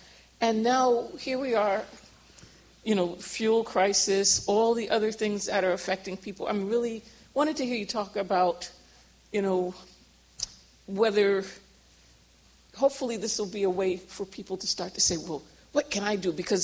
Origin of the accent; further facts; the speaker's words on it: New York City, New York, United States; I grew up in New York City in the 70s when we had the oil crisis.